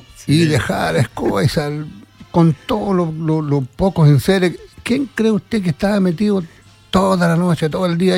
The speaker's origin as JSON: {"language": "Spanish", "country": "Chile", "said": "pero yo creo que nosotros como sociedad, como chilenos, tenemos que reaccionar"}